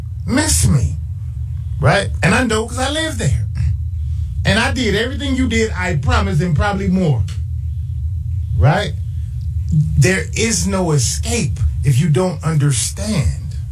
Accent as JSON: {"language": "English", "town": "Chicago", "region": "Illinois", "country": "United States", "tie": "born or raised there", "said": "I'm from Burnside. I grew up in that area. Well, I'm from the other side of King."}